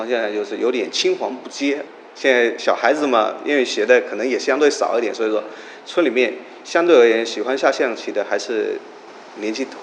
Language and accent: Chinese; Wenzhou, Zhejiang, China; 我们村民都叫棋盘村了